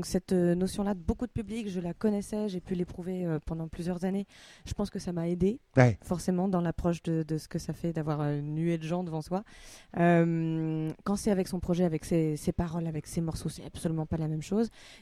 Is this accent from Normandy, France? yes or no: yes; Rouen, Normandy, France; born there; now in between Normandy and Paris, France; Je suis rouennaise